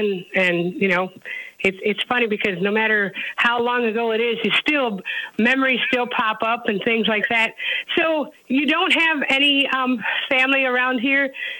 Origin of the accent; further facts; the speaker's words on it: Janesville, Wisconsin, United States; moved away; also born or lived in Milwaukee; I'm actually from Wisconsin. I grew up in Janesville. I was born in Milwaukee, but I grew up in Janesville